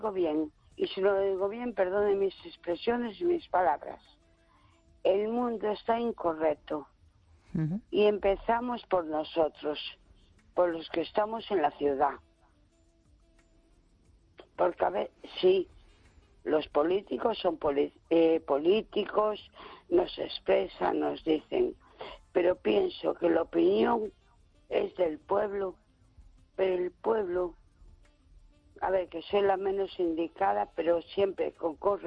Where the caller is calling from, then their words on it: A Coruña, Galicia, Spain; de Coruña.